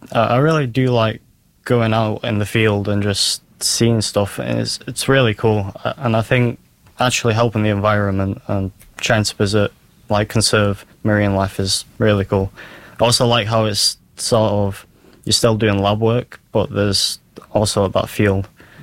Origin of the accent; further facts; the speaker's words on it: United Kingdom; born there; also born or lived in Lithuania; I was born in the UK.